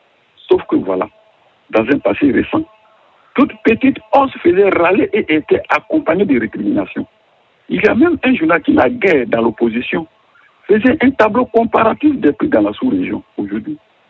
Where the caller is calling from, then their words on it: Yamoussoukro, Côte d’Ivoire; Je vous appelle de Yamoussoukro, Vichère, en Côte d'Ivoire.